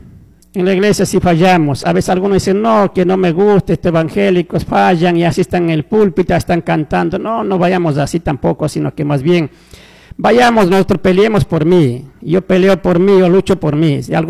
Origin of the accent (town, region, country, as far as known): Ecuador